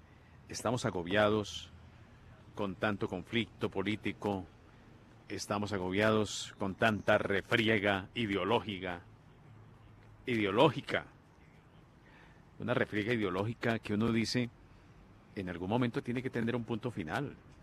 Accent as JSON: {"language": "Spanish", "country": "Colombia"}